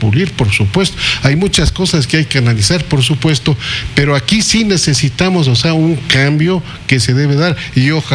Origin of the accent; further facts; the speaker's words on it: Ecuador; como ecuatorianos sensatos que queremos a nuestro país